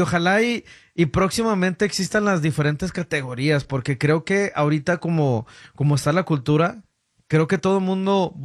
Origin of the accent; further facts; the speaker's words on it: Guanajuato, Mexico; moved away; yo soy de Guanajuato.